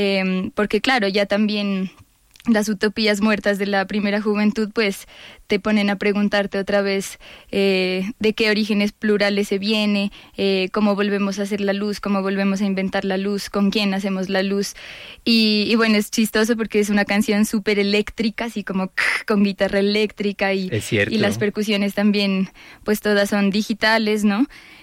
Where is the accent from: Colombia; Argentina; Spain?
Colombia; Pasto, Nariño; en mi pueblo, en Pasto y en Nariño